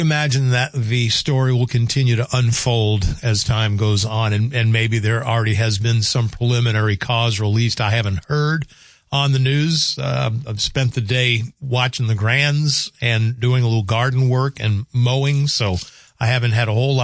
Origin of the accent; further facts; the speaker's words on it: the South, United States; I wouldn't say I'm a fan, but growing up in the South, it was obviously a normal staple in our Saturdays.